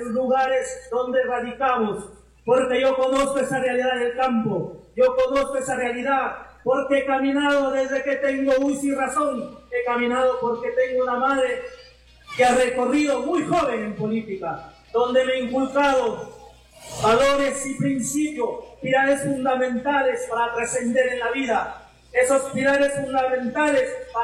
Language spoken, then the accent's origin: Spanish; Jamalca, Amazonas, Peru; represento a mi pueblo jamalquino